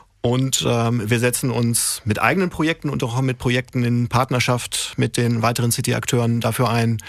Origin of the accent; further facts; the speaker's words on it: Gütersloh, North Rhine-Westphalia, Germany; moved away as an adult; now in Dortmund, Germany; Gebürtig komme ich aus Gütersloh in Ostwestfalen.